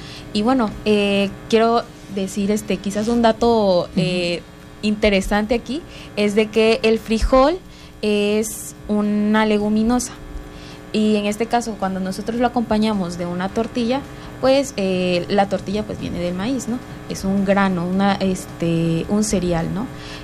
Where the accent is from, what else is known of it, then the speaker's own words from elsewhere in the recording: Tabasco, Mexico; nosotros, tanto como mexicanos como tabasqueños